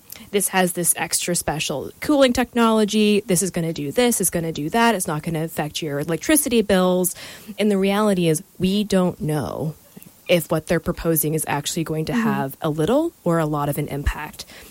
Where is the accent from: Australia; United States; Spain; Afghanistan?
United States; Gorham, Maine; my hometown of Gorham and Scarborough